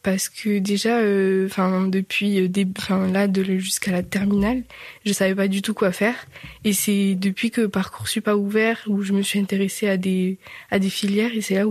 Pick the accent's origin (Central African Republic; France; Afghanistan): France; Montauban, Occitanie; born there; now in Caylus, France; je suis née à Montauban et j'habite à Quéillus.